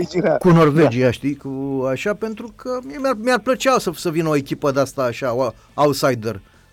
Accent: Algeria; moved away; Algeria, că am copilărit în Algeria.

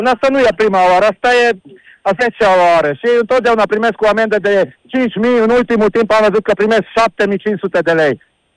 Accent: Sfântu Gheorghe, Székely Land, Romania; noi suntem maghiari și că noi suntem secui

